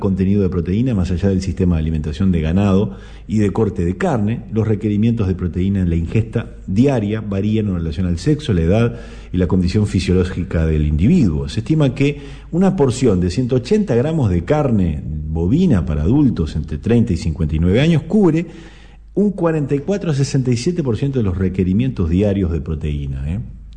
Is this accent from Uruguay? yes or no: yes; Uruguay